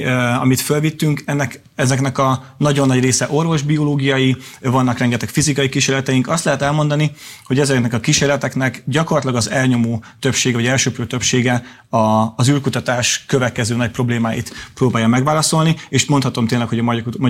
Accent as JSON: {"language": "Hungarian", "country": "Hungary", "said": "magyarok vagyunk"}